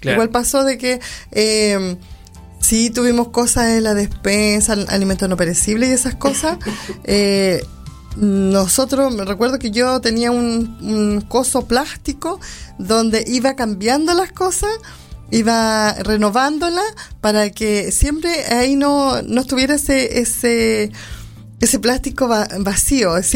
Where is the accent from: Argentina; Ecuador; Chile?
Chile; nosotros somos porfiados los chilenos